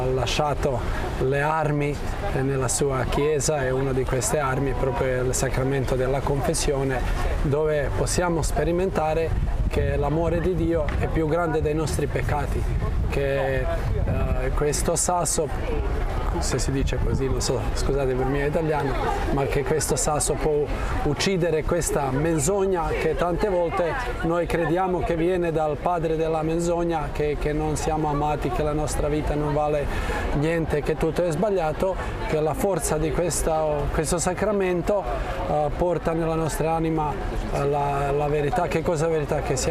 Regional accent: Pula, Istria County, Croatia; Italian is a second language; vengo dalla Croazia, una città che si chiama Pola, diocesi Parenzo e Pola, al parte ovest della Croazia.

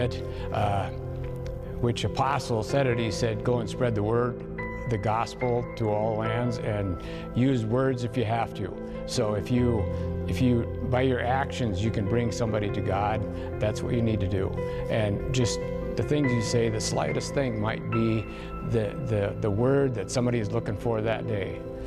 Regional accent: Great Falls, Montana, United States; I'm from Great Falls, Montana.

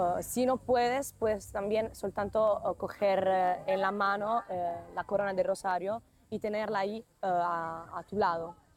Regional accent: Italy; Spanish is a second language; tengo 20 años. Soy de Italia y estoy aquí en Medjugorje por la segunda vez

